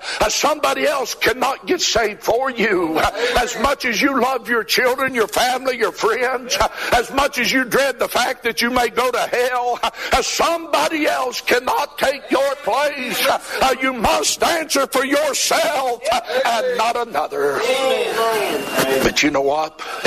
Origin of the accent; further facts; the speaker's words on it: West Virginia, United States; because I was born in Wayne County. I was born in Shredo. And say you go up to Charleston, and they'll find … for you, because I'm a citizen of West Virginia. And say, listen, lived there the most of my life.